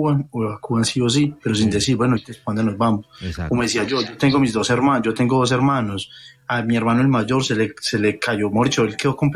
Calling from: Colombia; nosotros somos de Grisales, de la parte de atrás

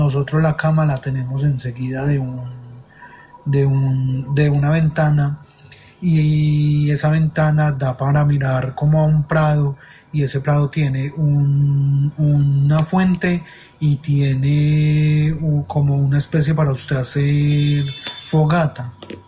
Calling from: Filandia, Quindío, Colombia; yo vivo en un corregimiento de acá de Finlandia?

